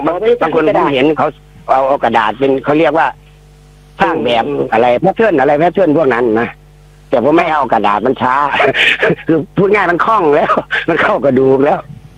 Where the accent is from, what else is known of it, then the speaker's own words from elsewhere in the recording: Bangkok, Thailand; เดินโตที่กรุงเทพนะเรียนเรียนแต่เรียบครับ